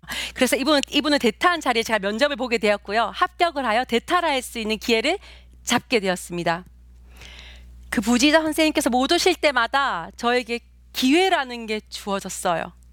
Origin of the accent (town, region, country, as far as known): South Korea; moved away as an adult; now in Dortmund, Germany